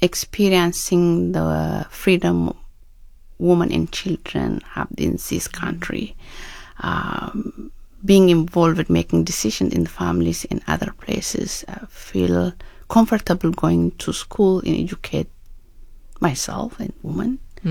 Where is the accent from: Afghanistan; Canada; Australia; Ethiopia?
Ethiopia; Oromia; English is a second language; moved away as an adult; now in United States; Yes, I was born and raised in Oromia, part of Ethiopia.